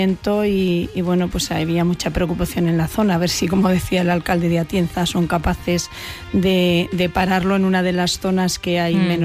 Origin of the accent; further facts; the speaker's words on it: Guadalajara, Castilla-La Mancha, Spain; Yo soy de Guadalajara.